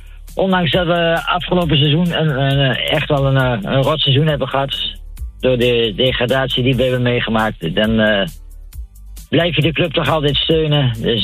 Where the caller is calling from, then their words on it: Almelo, Overijssel, Netherlands; ik kom uit Almelo.